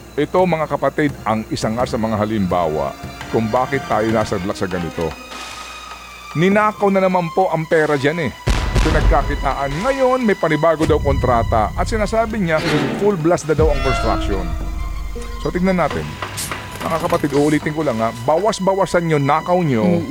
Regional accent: Eastern Visayas, Philippines; doon sa amin sa Leyte

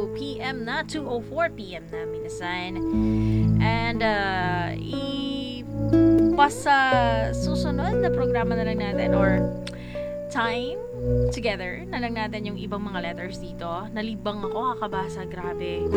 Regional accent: Tolosa, Eastern Visayas, Philippines; now in Tacloban, Philippines; Taga-Tolosa kasi ako, ah. Pero pag patro na Tolosa, ay, taga-Tacloban na ako, ah.

